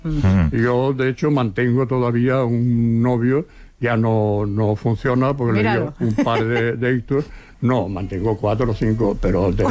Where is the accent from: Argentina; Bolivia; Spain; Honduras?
Spain; Seville, Andalusia; now in Barcelona, Spain; cuando vinimos de Sevilla.